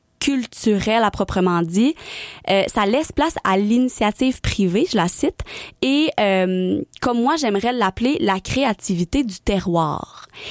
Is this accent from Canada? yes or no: yes; Trois-Rivières, Quebec, Canada; Non, en fait, je savais que je venais de Trois-Rivières